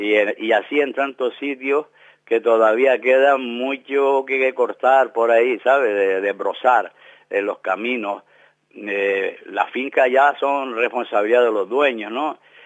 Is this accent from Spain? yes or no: yes; Spain; Ahora somos todos españoles, pero también lo éramos antes, ¿no?